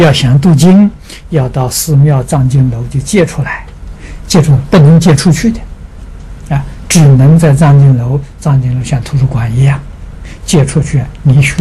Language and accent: Chinese; Anhui, China; moved away; 我们家乡啊，好像安徽省呢